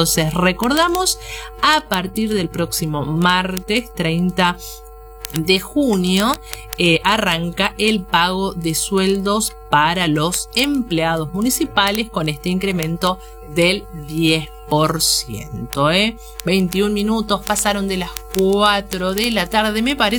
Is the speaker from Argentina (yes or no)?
yes; Argentina; Sí, obvio. Soy argentina, pero che, no.